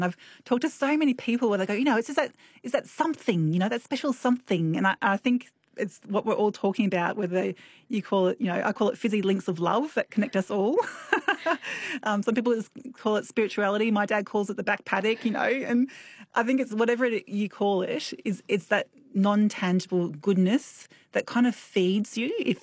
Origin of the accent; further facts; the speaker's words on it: Brisbane, Queensland, Australia; because I grew up in Brisbane, and when I go back there, I was like, oh, I just feels like, you know, it's home is in your bones.